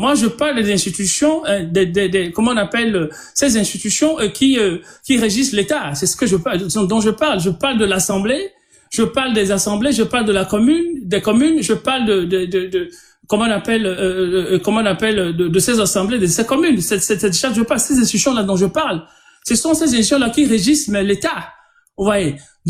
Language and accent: French; Togo; chez nous au Togo.